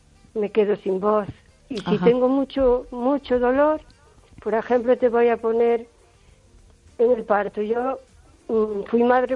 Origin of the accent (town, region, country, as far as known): O Carballiño, Galicia, Spain